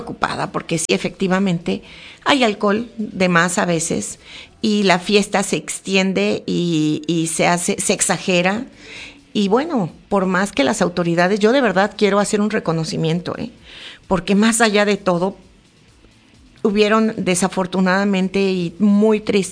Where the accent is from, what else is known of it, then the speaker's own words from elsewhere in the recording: Mexico; en lo que nos hace, pues, fuertes como mexicanos